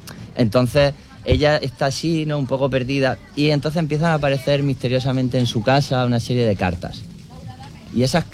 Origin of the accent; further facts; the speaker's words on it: Aguadulce, Andalusia, Spain; Yo soy de Agua Dulce, además.